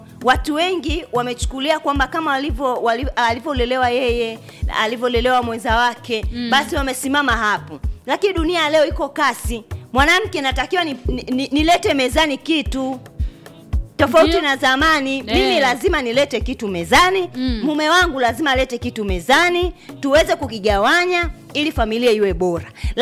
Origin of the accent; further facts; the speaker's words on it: Tanzania; Bado sisi ni Watanzania